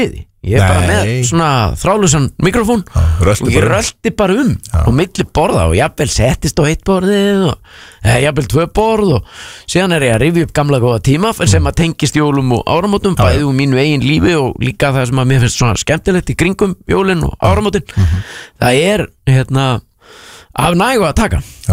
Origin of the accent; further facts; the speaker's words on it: Garðabær, Capital Region, Iceland; ég nú alinn upp í Garðabæ og ég fann fyrir því